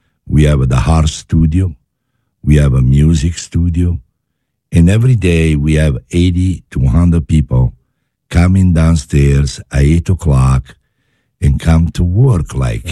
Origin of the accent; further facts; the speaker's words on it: Naples, Campania, Italy; English is a second language; now in United States; Yeah, born in Naples and raised in Napoli.